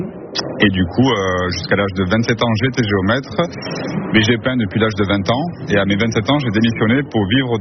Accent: Pau, Nouvelle-Aquitaine, France; Moi, je viens de Pau.

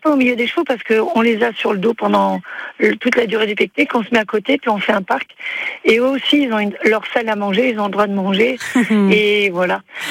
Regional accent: Chastreix, Auvergne-Rhône-Alpes, France; also born or lived in Clermont-Ferrand; moi, je suis de Chastré, native. Alors, je ne suis pas de Chastré, je suis de Clermont, mais mes parents ont toujours vécu à Chastré, et moi aussi. Et dans l'incapacité, l'impossibilité de partir ailleurs, et j'ai voulu faire ma vie là.

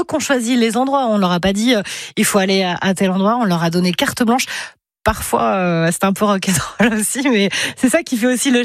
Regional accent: Brittany, France; C'est un constat, même si on est breton, on n'a pas forcément envie d'entendre parler de winch, de foil, de performance. En revanche, on aime tous la Bretagne.

